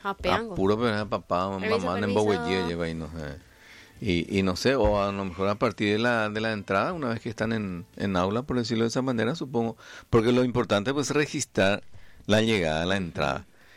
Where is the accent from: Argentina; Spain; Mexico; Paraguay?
Paraguay; Porque así somos los paraguayos